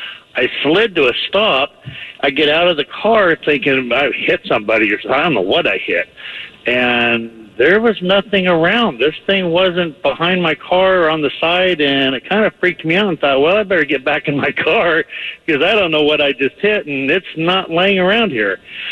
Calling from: Oregon, United States; I live in Oregon

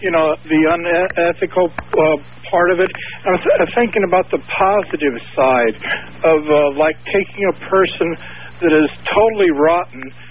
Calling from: Drexel Hill, Pennsylvania, United States; from Drexel Hill, Pennsylvania.

